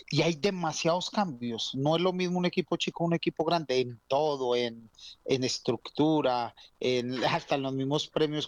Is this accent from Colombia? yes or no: yes; Colombia